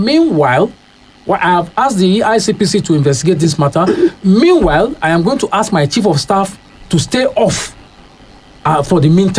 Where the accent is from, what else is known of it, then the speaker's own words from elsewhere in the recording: Nigeria; I'm a Nigerian